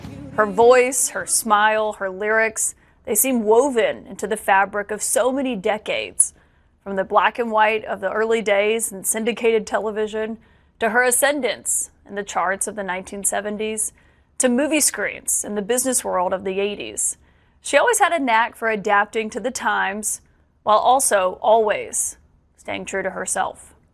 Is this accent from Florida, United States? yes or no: no; Alabama, United States; I can still remember my family driving from our home in Alabama up to Pigeon Forge